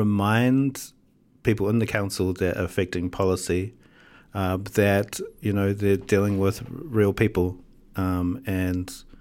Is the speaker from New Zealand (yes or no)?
yes; New Zealand; now in Austria; Within the party, we have people from different countries, such as I'm from New Zealand, Australia, England, Philippines.